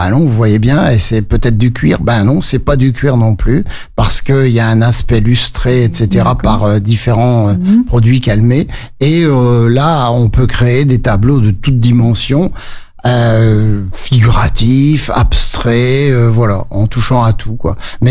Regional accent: Hauts-de-France, France; Alors, vos auditeurs l'ont peut-être entendu, j'ai quelques intonations, je suis du Nord. Là-bas, il y a de grands champs de lin

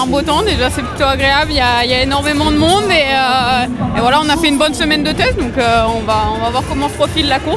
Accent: France; Et en tant que Français, c'est encore plus incroyable.

